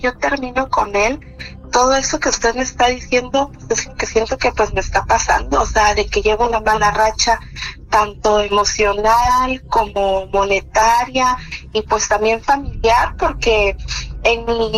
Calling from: Dallas, Texas, United States; De Dallas.

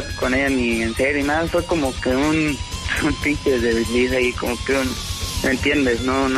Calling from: Michoacán, Mexico; yo soy de Michoacán

